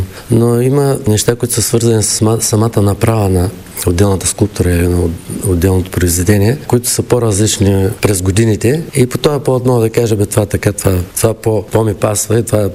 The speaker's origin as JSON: {"language": "Bulgarian", "town": "Shumen", "region": "Shumen Province", "country": "Bulgaria", "moved": "yes", "lives_now": "Varna, Bulgaria", "said": "Аз съм от Шумен. В момента живея в град Варна. Иначе в Шумен ми е ателието, дружество на шуменски художници. В Шумен ми е работилницата."}